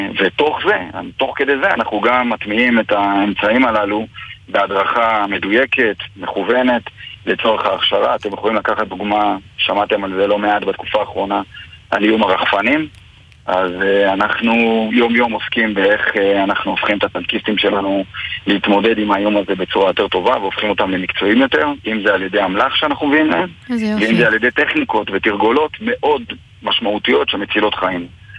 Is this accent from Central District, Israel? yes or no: yes; Lod, Central District, Israel; אני גדלתי בלוד